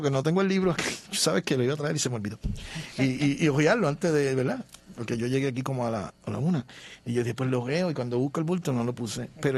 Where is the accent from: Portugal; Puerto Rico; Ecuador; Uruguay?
Puerto Rico